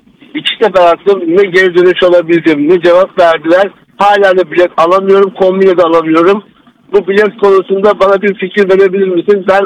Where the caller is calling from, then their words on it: Istanbul, Turkey; ben İstanbul'dan.